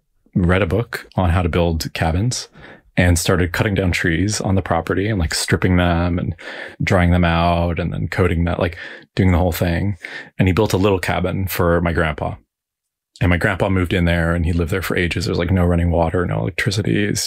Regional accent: Toronto, Ontario, Canada; born there

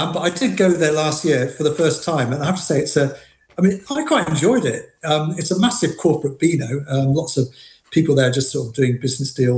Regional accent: Devon, South West England, United Kingdom; I grew up in Devon

